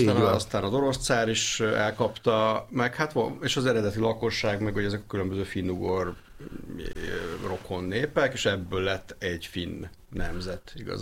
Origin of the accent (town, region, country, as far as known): Hungary